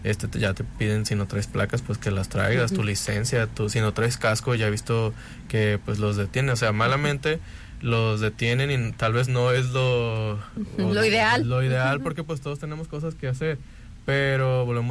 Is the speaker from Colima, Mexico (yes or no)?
yes; Cuauhtémoc, Colima, Mexico; yo soy de Cuauhtémoc, yo vivo en Cuauhtémoc